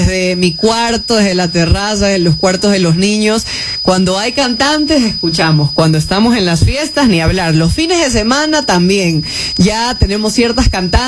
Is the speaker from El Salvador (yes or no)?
no; Ecuador; como ecuatorianos también tenemos conversaciones de el país.